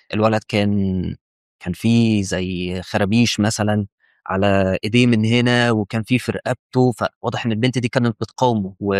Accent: Egypt; بطبيعتنا كمصريين

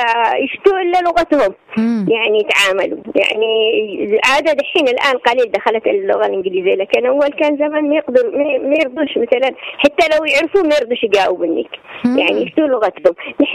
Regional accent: Aden, Yemen; accent: Adeni; لغتنا اللهجة العدنية

